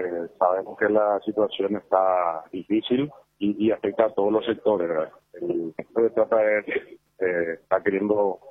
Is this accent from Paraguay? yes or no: yes; Paraguay; Entonces tenemos que atenderlo, eso como Estado paraguayo.